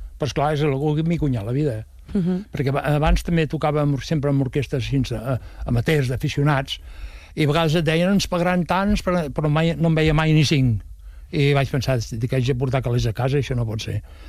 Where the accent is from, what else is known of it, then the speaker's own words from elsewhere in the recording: Marrampinyo, Catalonia, Spain; perquè soc de Marrampinyo, sabeu on és? Montcada de Reixac. Entre Montcada de Reixac i la Llagosta hi ha Marrampinyo.